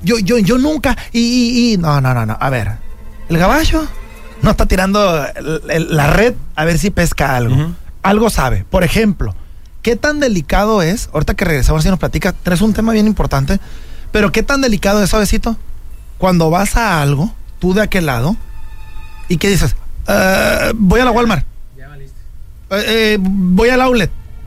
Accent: Mexico

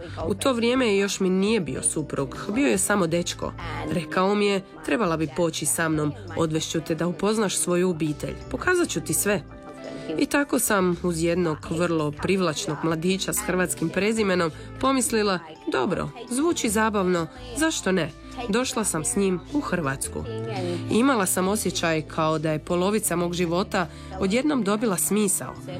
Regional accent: Perth, Western Australia, Australia; born or raised there; now in Podgora, Croatia

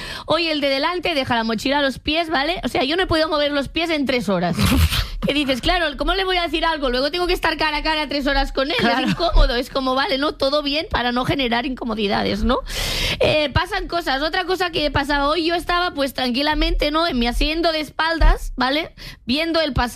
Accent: Catalonia, Spain; y como persona catalana esto me

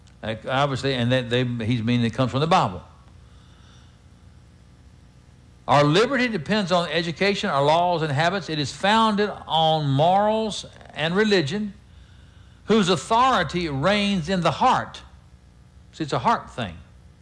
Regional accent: United States

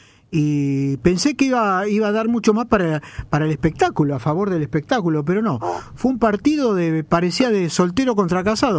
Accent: Rosario, Santa Fe, Argentina; como rosarinos estamos contentos de que haya clasificado Rosario Central

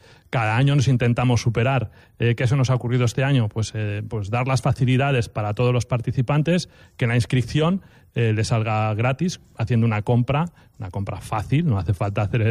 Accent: Spain; como somos españoles, siempre lo dejamos siempre para última hora

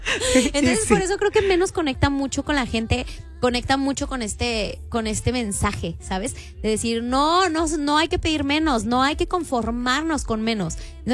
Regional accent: Guadalajara, Jalisco, Mexico; Entonces, literalmente, yo soy de Guadalajara. Entonces, me fui como a estudiar, me fui a viajar

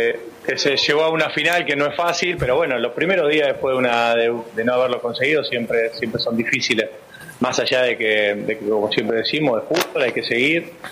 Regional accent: Argentina

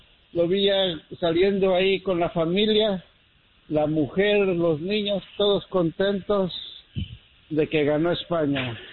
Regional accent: Mexico; Somos mexicanos y que no nos rajamos.

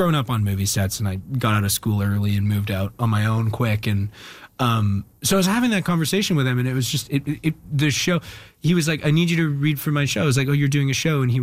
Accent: Alberta, Canada; You know, growing up in Alberta, obviously there's a lot of Newfoundlanders in Alberta because of the rigs and the oil

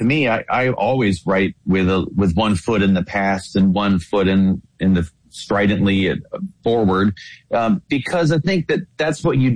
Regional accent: Virginia, United States; Well, you know, all the presidents were from my region, and I went to, you know, many of their homes, three presidential homes.

